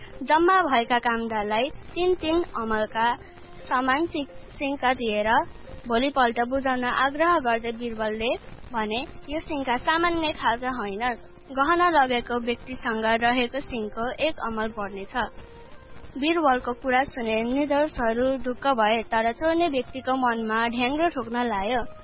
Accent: Belchautara, Gandaki Province, Nepal; मेरो घर बेलचौतारा।

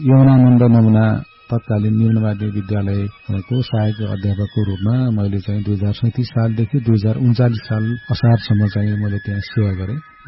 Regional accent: Musikot, Karnali Province, Nepal; मेरो चाहिँ जन्मस्थल रुकुम पश्चिम मुसिकोट नगरपालिका वडा नम्बर 5 हालको सिरीगाउँ भन्ने ठाउँमा

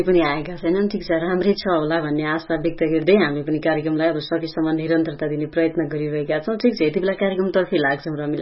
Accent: Sindhuli, Bagmati, Nepal; म सिन्धुलीकी मान्छे त हो

